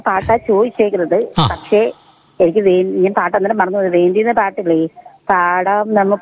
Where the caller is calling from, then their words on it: Kerala, India; ഞാൻ മുണ്ടക്കിൽ നിന്നാണ്.